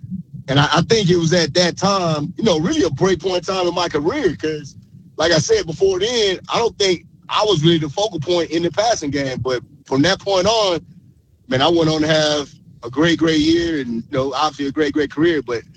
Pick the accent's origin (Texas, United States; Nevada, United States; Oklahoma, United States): Texas, United States; Dallas; I'm from Dallas